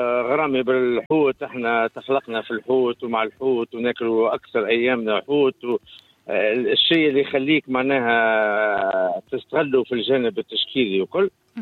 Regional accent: Tunisia; هو أكبر ميتينج عندنا في تونس

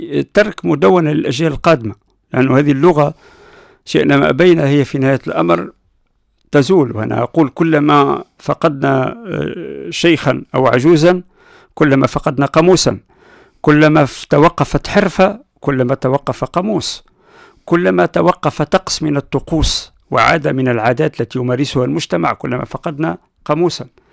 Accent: Guellala, Medenine, Tunisia; born or raised there; first language Amazigh (Berber); Arabic is a second language

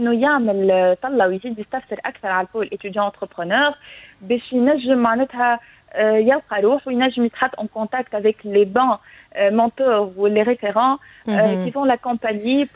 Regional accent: Tunisia; اللي عندنا في تونس

